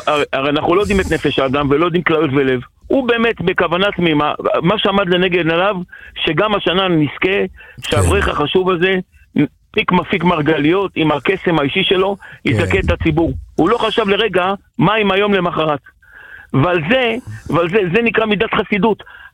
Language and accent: Hebrew; Jerusalem, Jerusalem District, Israel; אני מירושלים.